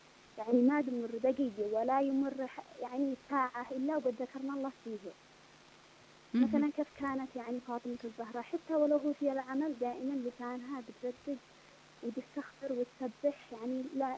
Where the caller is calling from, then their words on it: Yemen; عندنا في اليمن